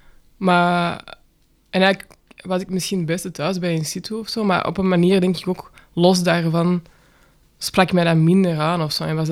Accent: Antwerp, Flanders, Belgium; als Antwerpenaar.

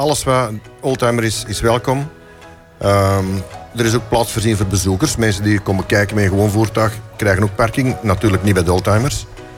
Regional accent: Brasschaat, Flanders, Belgium; omdat we toch van Braschaat zijn.

